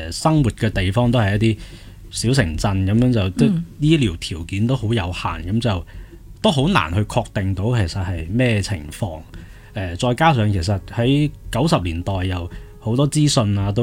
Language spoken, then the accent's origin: Cantonese; China; moved away; 我系喺内地出世同埋长大嘅